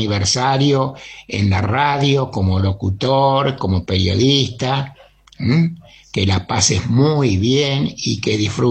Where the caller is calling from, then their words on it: Buenos Aires, Argentina; te habla de acá de Buenos Aires